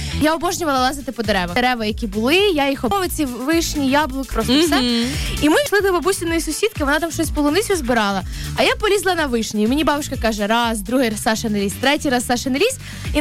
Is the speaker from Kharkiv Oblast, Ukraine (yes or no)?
no; Myronivka, Kyiv Oblast, Ukraine; Спочатку я їхала якраз таки до бабусі з дідусем в маленьке містечко, звідки ми родом, в Миронівку.